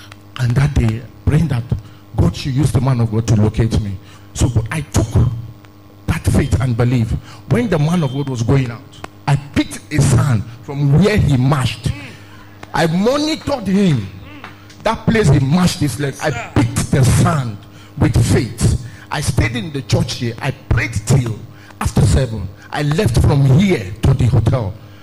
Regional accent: Cross River, Nigeria; now in Abuja, Nigeria; I am from Cross River State.

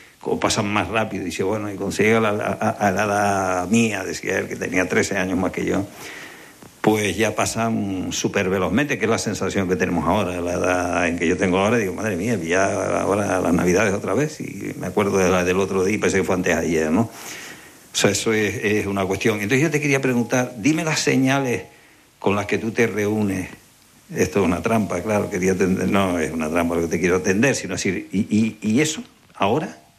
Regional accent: Guatiza, Canary Islands, Spain; born there; e iba a Lanzarote, a Guatiza, a mi pueblo natal.

